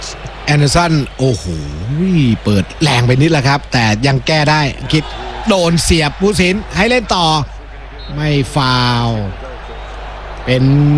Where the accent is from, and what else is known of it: Bangkok, Thailand; born there